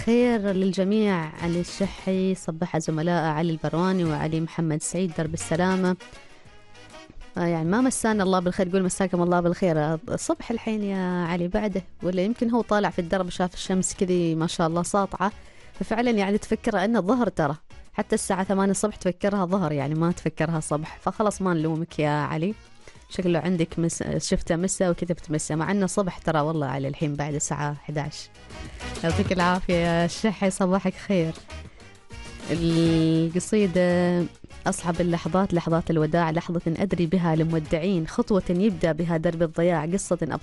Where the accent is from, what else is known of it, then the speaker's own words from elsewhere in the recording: Oman; احنا كعمانيين